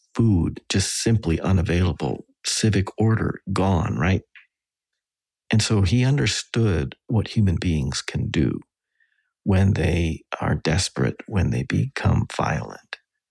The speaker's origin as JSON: {"language": "English", "region": "Western Canada", "country": "Canada", "tie": "born or raised there", "said": "because I grew up with him in Western Canada."}